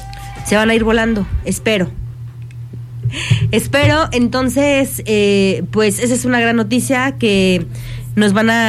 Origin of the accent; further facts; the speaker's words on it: Argentina; Sí, es que soy argentina, ya que...